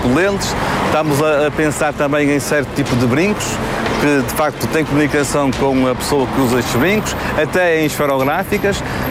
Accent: Portugal; Nós, em Portugal

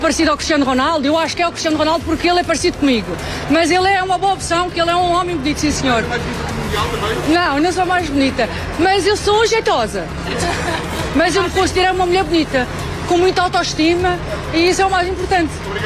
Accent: Portugal; now in Brazil; como adepta, como portuguesa, eu tenho um orgulho incrível de estar a viver este momento

